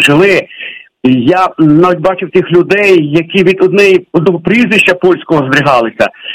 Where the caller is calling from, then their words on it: Volyn Oblast, Ukraine; я з Волині